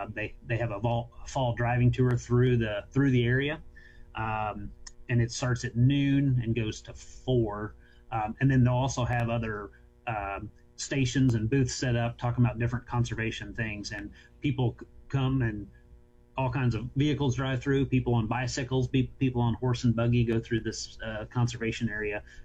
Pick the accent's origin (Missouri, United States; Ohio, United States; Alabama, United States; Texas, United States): Missouri, United States; I grew up in Central Missouri.